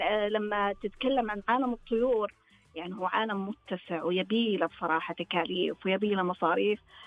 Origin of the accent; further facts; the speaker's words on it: Qatif, Eastern Province, Saudi Arabia; أنا أشوف عندنا في القطيف